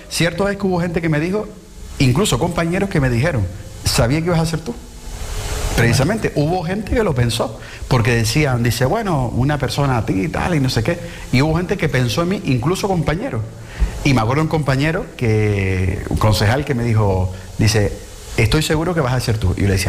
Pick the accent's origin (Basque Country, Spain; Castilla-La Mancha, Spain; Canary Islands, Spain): Canary Islands, Spain; Las Palmas de Gran Canaria; por servir a la gente de mi ciudad, porque amo Las Palmas de Gran Canaria, soy orgulloso de donde soy.